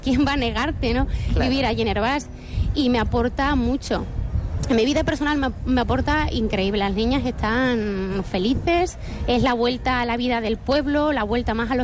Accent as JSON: {"language": "Spanish", "town": "Badajoz", "region": "Extremadura", "country": "Spain", "also_born_or_lived": "Seville", "moved": "as an adult", "lives_now": "Hervás, Spain", "said": "lo trasladé a Badajoz, que es de donde soy."}